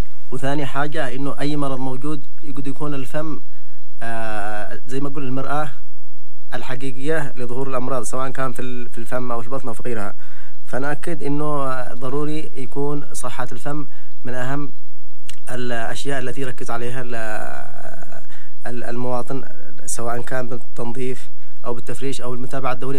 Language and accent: Arabic; Yemen; احنا كمجتمع يمني معنا عدة أسباب غير حق العالم